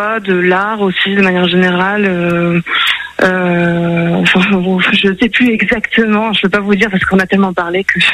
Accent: Hauts-de-France, France; Donc c'est des montagnes de charbon dans le Nord-Pas-de-Calais. Moi, je viens du Nord-Pas-de-Calais.

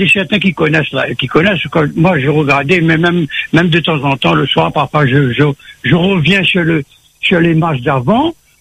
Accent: France; Et personnellement, comme j'ai dit avec mes collègues, je suis français. Je resterai français, je mourrai français.

